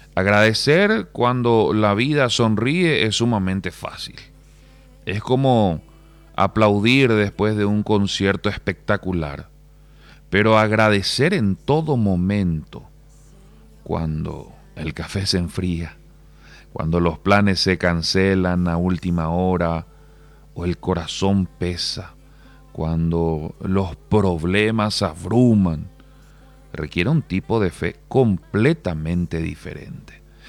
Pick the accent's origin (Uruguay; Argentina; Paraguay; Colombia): Paraguay; Asunción; Muchas veces hacemos la salida para los que somos de Asunción, hacemos la salida aquí por Falcón.